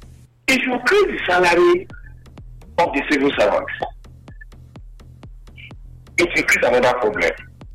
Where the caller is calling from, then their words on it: Benin City, Edo, Nigeria; I'm calling from Benin here.